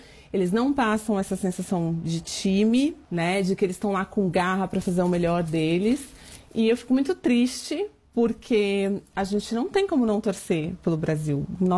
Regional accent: Melbourne, Victoria, Australia; tenho 43 anos, sou de Melbourne e trabalho como redatora de conteúdo.

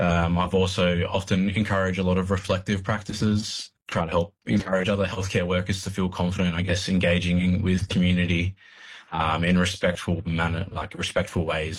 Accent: New South Wales, Australia; I'm a proud Wiradjuri man with family connections to the Kaurna and Cootamundra regions of New South Wales.

